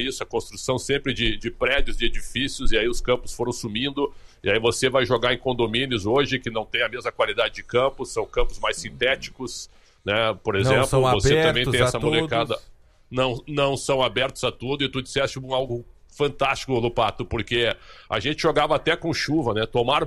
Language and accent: Portuguese; Porto Alegre, Rio Grande do Sul, Brazil; now in São Paulo, Brazil; Nós que somos de Porto Alegre, né Paula? Eu joguei na várzea de Porto Alegre, em vários campos ali